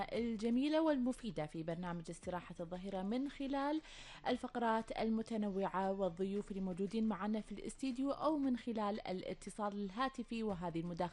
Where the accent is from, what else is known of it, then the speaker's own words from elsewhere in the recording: Kuwait; وأخبار ديرتنا الحبيبة الكويت.